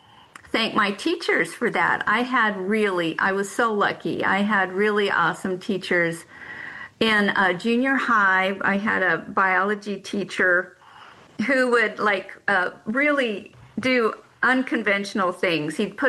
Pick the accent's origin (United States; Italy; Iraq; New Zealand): United States; California; moved away as an adult; also born or lived in Logan, Utah; now in Alaska, United States; I'm from Southern California, and my parents always took me out into the hinterlands.